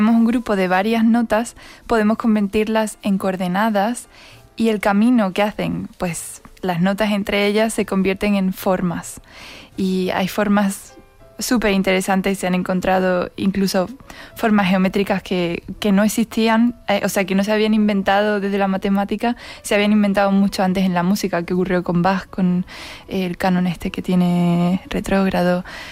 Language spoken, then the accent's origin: Spanish; Huelva, Andalusia, Spain; yo también soy andaluza